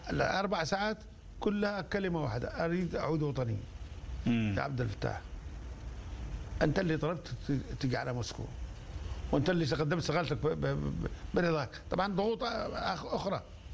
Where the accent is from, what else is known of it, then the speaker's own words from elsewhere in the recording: Aden, Yemen; قوى خارجية كانت تحرك الأحداث عندنا في عدن.